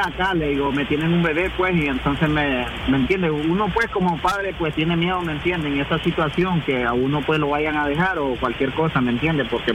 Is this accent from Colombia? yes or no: no; Nicaragua; moved away